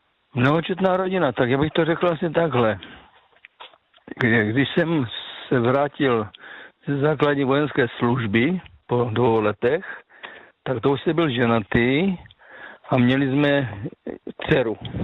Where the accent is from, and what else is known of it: South Moravian Region, Czechia